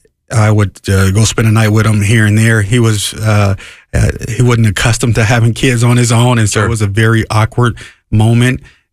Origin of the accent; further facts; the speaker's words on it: Harvey, Illinois, United States; Yeah, I grew up in the inner city of Chicago, a south suburb, Harvey, Illinois.